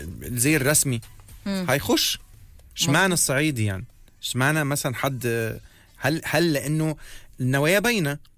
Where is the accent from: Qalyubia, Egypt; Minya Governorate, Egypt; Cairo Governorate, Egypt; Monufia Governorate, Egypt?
Minya Governorate, Egypt; انا صعيدي, ما انا من المنيا.